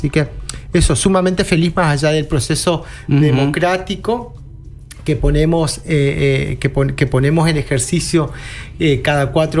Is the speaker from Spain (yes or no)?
no; Villa Ángela, Chaco, Argentina; moved away as an adult; ingresé hace 31 años desde mi pueblo, desde Villa Ángela